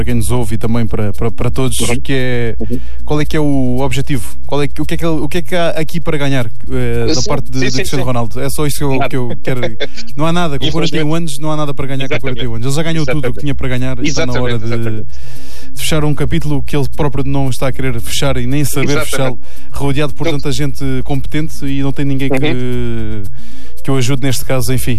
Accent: Portugal; que somos portugueses, portanto, devemos dizer isso à vontade, não há necessidade de sermos imparciais.

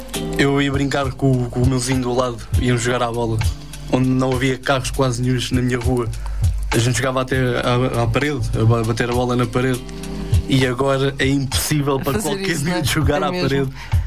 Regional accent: Mafra, Lisbon, Portugal; Foi sempre tranquilo, sempre cresci em Mafra. Tenho 27 anos, há 27 anos que sou de Mafra. Sempre foi muito tranquilo, uma zona tranquila, não se passa mesmo nada.

